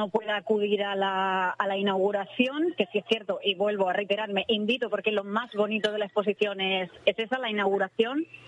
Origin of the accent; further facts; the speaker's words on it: Bullas, Region of Murcia, Spain; born there; moved away; Ya sabes que yo en el catering voy a servir vino de mi pueblo, no puede faltar.